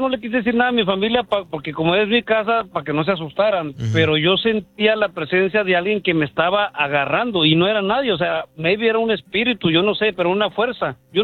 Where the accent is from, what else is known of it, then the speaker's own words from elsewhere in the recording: Ciudad Juárez, Chihuahua, Mexico; now in United States; yo soy del estado de Chihuahua, en México, y ya tengo como 15 años aquí en Estados Unidos